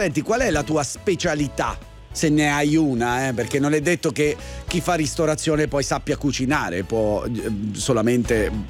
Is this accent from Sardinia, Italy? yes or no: no; Campania, Italy; anch'io sono campano